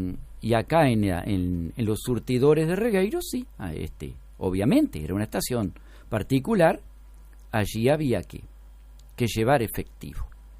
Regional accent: Montes, Canelones, Uruguay; Si yo soy de Monte, ¿verdad? Si la factura la pago en Montes.

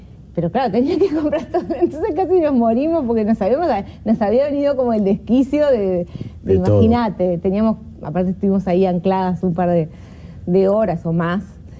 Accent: Uruguay; para lo que somos los uruguayos

